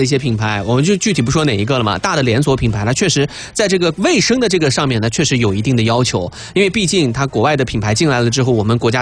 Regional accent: Xinjiang, China; accent: Xinjiang dialect; 我们新疆话叫洋柿子

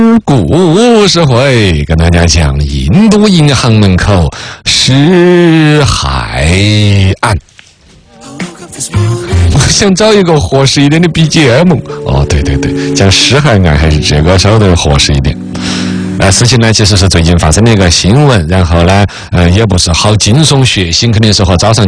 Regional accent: China

